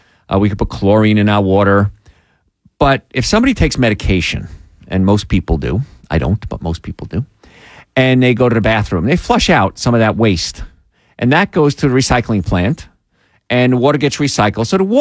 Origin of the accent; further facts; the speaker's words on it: Louisiana, United States; I grew up in Cancer Alley. Right. It was called Cancer Alley because so many people had cancer.